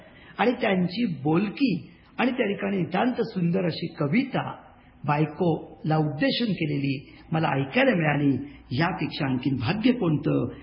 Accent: Maharashtra, India; moved away; मला माझं कोकण म्हणजे माझं गाव आठवलं.

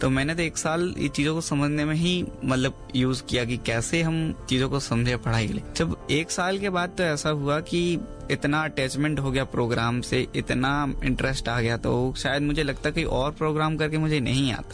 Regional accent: Jaisalmer, Rajasthan, India; मैं जैसलमेर राजस्थान से हूँ।

